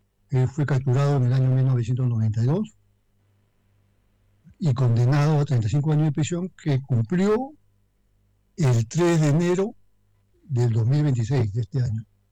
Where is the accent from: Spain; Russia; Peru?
Peru; soy de Perú.